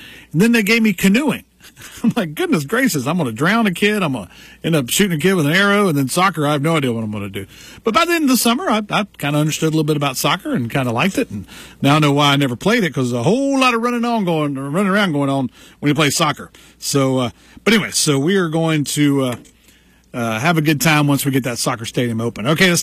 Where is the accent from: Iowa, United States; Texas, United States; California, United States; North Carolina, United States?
North Carolina, United States; Marion; when I grew up in Marion, we did not have soccer. There was no soccer team at McDowell High School my senior year or any time throughout my time.